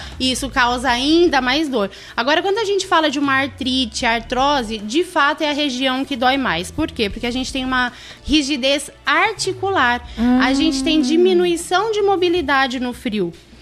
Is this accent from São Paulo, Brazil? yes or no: yes; São Paulo, Brazil; now in Itapetininga, Brazil; Eu sou de São Paulo